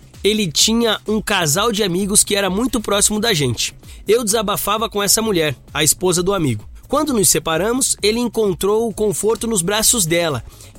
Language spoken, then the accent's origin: Portuguese; Itabuna, Bahia, Brazil; Minha história é de novela. Sou de Itabuna